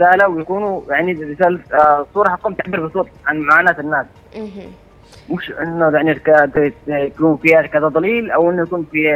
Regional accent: Aden, Yemen; مثلا عندنا في عدن انه يهتموا بالمعالم الاثريه واصلاحها.

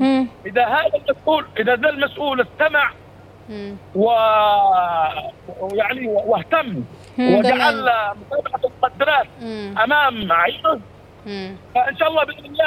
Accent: Aden, Yemen

